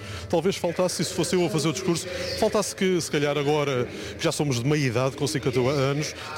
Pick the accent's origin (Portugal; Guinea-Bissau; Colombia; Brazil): Portugal; Azores; apesar de eu enaltecer de ser uma mulher e ser açoriana